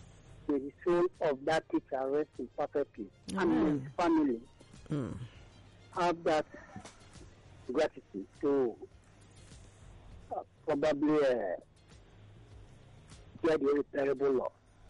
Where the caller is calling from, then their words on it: Nigeria; I'm calling from Abanaja in Ikoton.